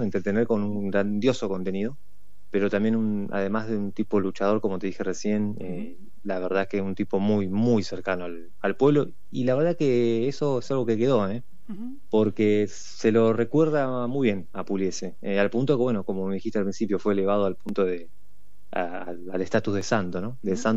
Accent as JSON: {"language": "Spanish", "region": "Buenos Aires", "country": "Argentina", "said": "Yo soy de Villa Crespo, vivo en el barrio de Villa Crespo."}